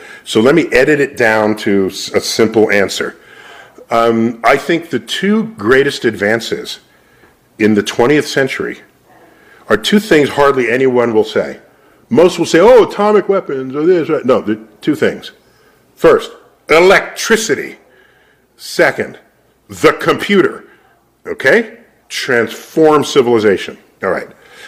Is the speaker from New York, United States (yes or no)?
yes; New York City, New York, United States; And I grew up in New York City, so it wasn't just on a special trip to the Hayden Planetarium.